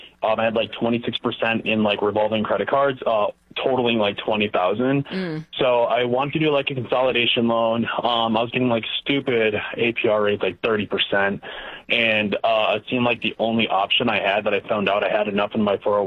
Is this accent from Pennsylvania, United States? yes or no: no; Chicago, Illinois, United States; I'm from Chicago, the city.